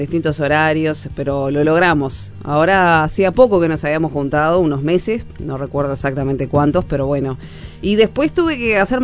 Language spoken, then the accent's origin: Spanish; Uruguay; Y como buen uruguayo...